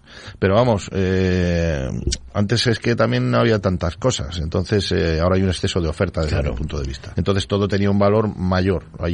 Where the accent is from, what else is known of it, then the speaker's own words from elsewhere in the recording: Valladolid, Castile and León, Spain; Y luego ya vine para acá, para Valladolid, y ya me crié, estuve viviendo en La Rondilla unos años, y luego me fui a La Victoria.